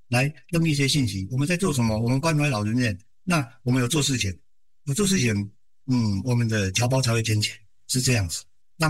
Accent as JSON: {"language": "Chinese", "country": "Taiwan", "moved": "yes", "said": "因为我们台湾人知道是我们台湾有慈济的"}